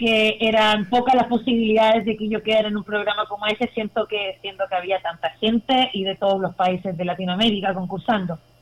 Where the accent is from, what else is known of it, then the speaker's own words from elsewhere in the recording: Chile; yo creo que los chilenos tenemos una fortaleza extra